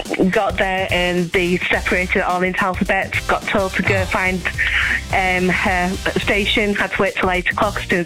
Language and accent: English; Beverley, Yorkshire and the Humber, United Kingdom; accent: Yorkshire